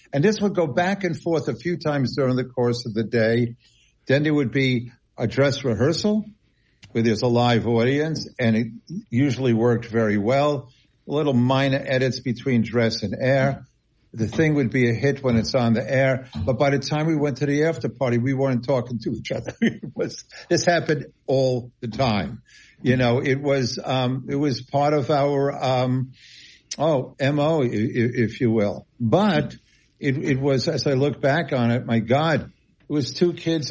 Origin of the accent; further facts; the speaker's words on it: Long Island, New York, United States; this was my city. I grew up on Long Island.